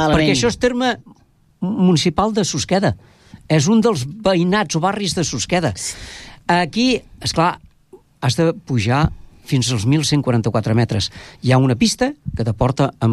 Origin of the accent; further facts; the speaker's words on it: Tordera, Catalonia, Spain; esclar, això sempre que dic, jo vinc de Tordera